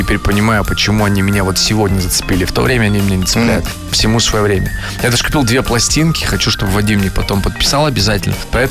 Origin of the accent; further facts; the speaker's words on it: Chelyabinsk, Chelyabinsk Oblast, Russia; Я из Челябинска, они из Екатеринбурга, да.